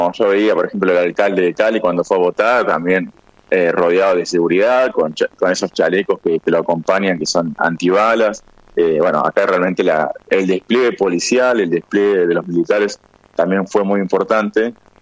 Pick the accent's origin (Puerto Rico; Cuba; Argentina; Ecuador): Argentina; now in Colombia; que para nosotros nos parece raro, nosotros como argentinos